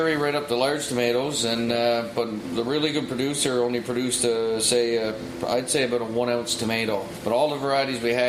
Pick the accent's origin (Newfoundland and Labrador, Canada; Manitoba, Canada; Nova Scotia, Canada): Newfoundland and Labrador, Canada; Daniel's Harbour; the Northern Peninsula, where I'm from Daniels Arbor back